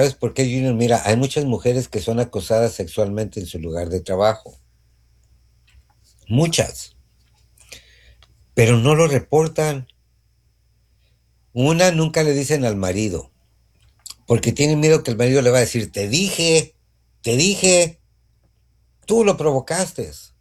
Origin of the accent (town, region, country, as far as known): Mexico